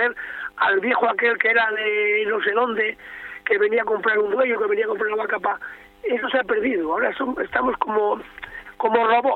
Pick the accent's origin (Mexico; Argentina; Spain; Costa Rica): Spain; Liébana, Cantabria; Nosotros hemos sido siempre una familia de ganaderos, llámalo como quieras, antiguos o muy, muy de la zona.